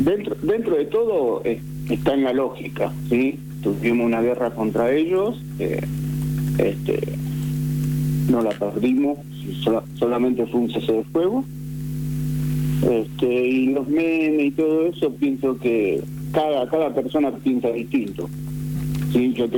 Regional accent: Argentina

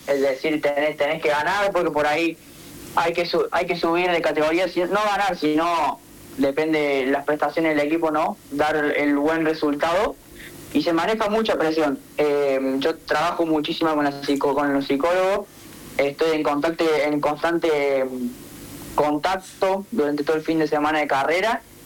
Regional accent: Argentina; now in Spain; el único argentino.

